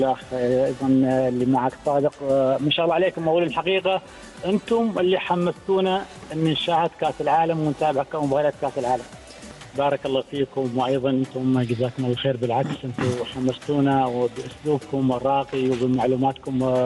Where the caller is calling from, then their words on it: Oman; إحنا كعمانيين